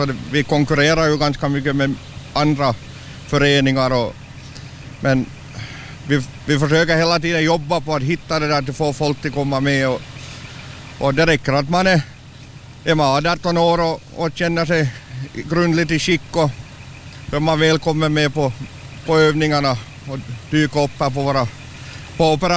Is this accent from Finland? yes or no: yes; Houtskär, Southwest Finland, Finland; jag är hemma från Hotskär egentligen och där är grunderna egentligen